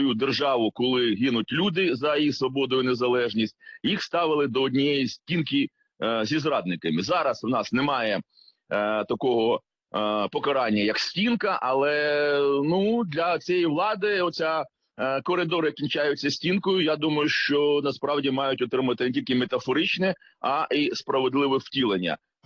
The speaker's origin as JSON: {"language": "Ukrainian", "region": "Mykolaiv Oblast", "country": "Ukraine", "tie": "born or raised there", "said": "моєї рідної Миколаївщини"}